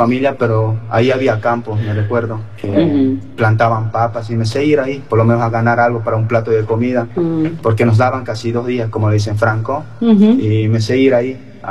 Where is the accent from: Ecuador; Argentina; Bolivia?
Bolivia; La Paz; moved away as an adult; a mi departamento, que soy yo de La Paz.